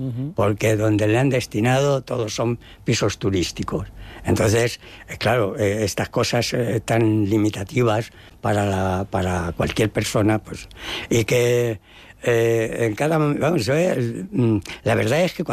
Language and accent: Spanish; Toledo, Castilla-La Mancha, Spain; por mi pueblo, por Toledo